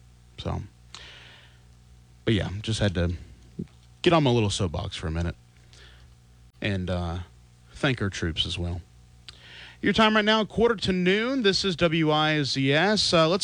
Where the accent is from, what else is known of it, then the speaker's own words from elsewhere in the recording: Mount Airy, North Carolina, United States; I come from Mount Airy, North Carolina. I come from Mayberry.